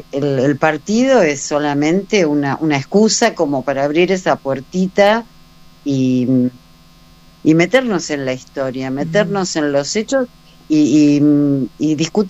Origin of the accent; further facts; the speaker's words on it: Argentina; lo que vivimos como argentinos. Yo sí lo viví